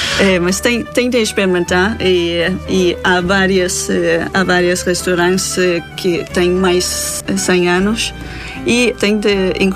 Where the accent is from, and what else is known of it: North Denmark Region, Denmark; born or raised there; Portuguese is a second language; now in Portugal